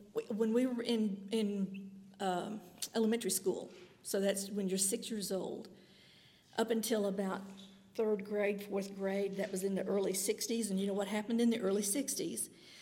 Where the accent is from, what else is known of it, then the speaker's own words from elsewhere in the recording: Dayton, Virginia, United States; I was born in Dayton, Virginia, and when we were 2 years old, we moved back over to the home place.